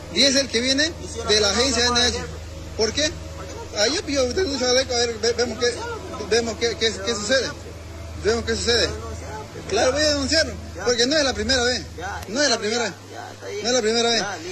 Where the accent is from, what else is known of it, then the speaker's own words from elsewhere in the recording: Santa Cruz, Bolivia; A nosotros no, soy de Guarayo. Te muestro mi carnet.